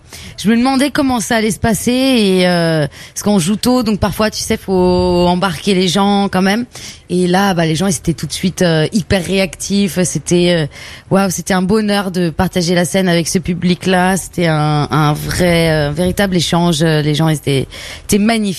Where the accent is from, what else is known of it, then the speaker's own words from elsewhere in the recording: Brittany, France; born there; Ma mère est brésilienne, je suis née en Bretagne.